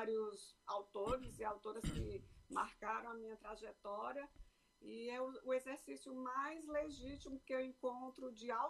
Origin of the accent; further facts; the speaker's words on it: Baturité, Ceará, Brazil; born there; Eu venho de Baturité, Ceará